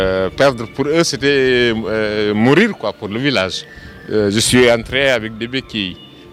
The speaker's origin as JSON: {"language": "French", "country": "Senegal", "said": "Je venais du Sénégal, très jeune, très joueur."}